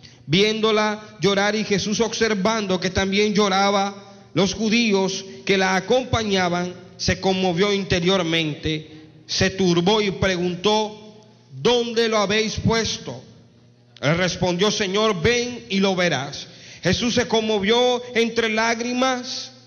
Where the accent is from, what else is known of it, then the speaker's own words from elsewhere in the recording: Barranquilla, Atlántico, Colombia; vengo de la ciudad de Barranquilla, Colombia.